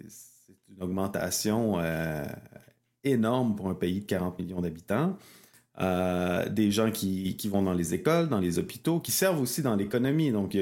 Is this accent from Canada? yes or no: yes; Quebec, Canada; Chez nous, au Québec